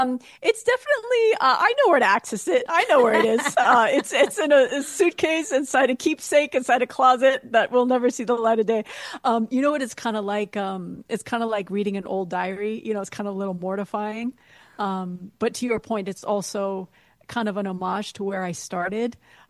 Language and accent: English; Abu Dhabi, United Arab Emirates; So we grew up in Abu Dhabi in the UAE.